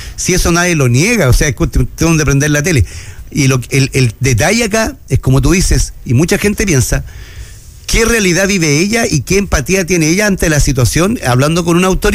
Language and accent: Spanish; Antofagasta, Chile; los que somos de Antofagasta y sabemos lo que nos pasó en 91 con un aluvión